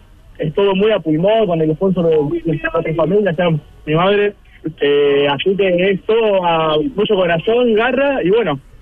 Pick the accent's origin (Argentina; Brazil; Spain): Argentina; porque somos argentinos.